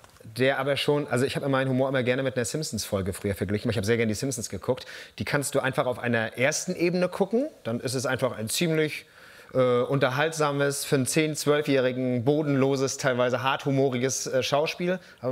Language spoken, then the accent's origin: German; Mecklenburg-Vorpommern, Germany; unter den Norddeutschen sind wir Mecklenburger schon noch mal die Ultras.